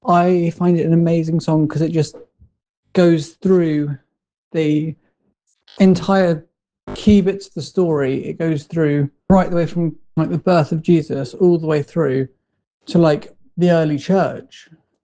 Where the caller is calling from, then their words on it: St Ives, East of England, United Kingdom; I am from St. Ives in Cambridgeshire, not Cornwall.